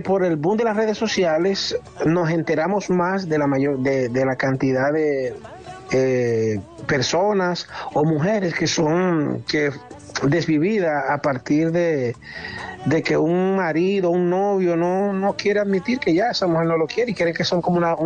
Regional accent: Baní, Peravia, Dominican Republic; una chica que es de mi pueblo, Vanileja también

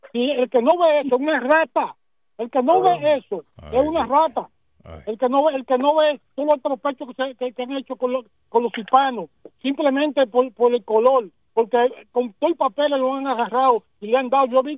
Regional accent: Dominican Republic; moved away; Yo soy dominicano

